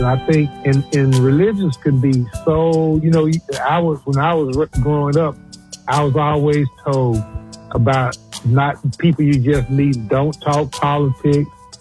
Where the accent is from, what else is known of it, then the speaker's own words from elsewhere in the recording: Jackson, Mississippi, United States; So we grew up together in Jackson.